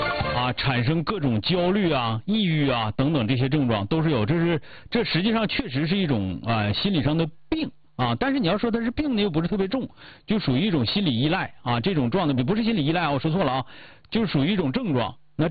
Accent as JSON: {"language": "Chinese", "country": "China"}